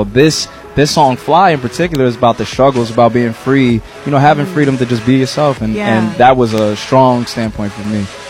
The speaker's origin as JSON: {"language": "English", "region": "New Jersey", "country": "United States", "tie": "born or raised there", "said": "I'm from New Jersey."}